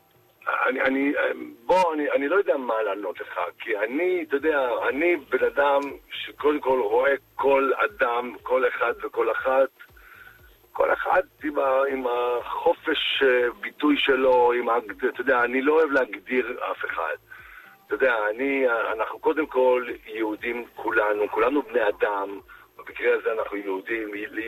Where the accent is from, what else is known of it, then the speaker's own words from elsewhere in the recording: Haifa, Haifa District, Israel; אני אדם של שטח, אני לא אדם של תל אביב, בוא, אני בא מבת גלים בחיפה